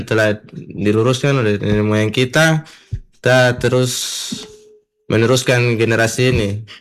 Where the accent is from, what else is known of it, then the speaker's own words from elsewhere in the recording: Papua, Indonesia; kita di Papua ini sudah identik dengan musik, dengan tarian. Jadi kita sebagai anak Papua